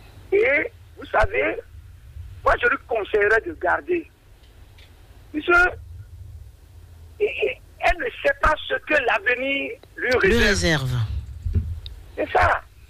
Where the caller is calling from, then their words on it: Sèmè-Kpodji, Ouémé, Benin; De la commune de Semekpoji.